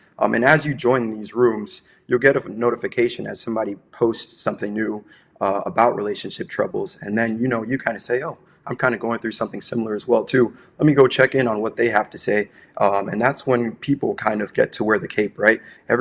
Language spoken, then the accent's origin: English; Miami, Florida, United States; also born or lived in Wisconsin; being born and raised in Miami, but then making my way to Wisconsin for college